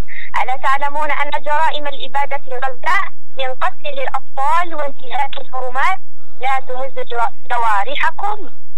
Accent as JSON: {"language": "Arabic", "country": "Yemen", "said": "وأننا نحن أبناء اليمن أشبالا أشبال، نحن أبناء الأسود"}